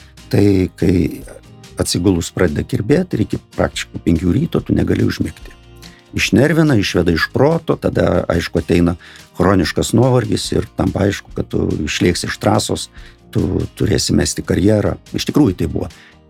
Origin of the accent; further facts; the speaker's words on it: Samogitia, Lithuania; aš esu žemaičiai nedaug žodžiauja.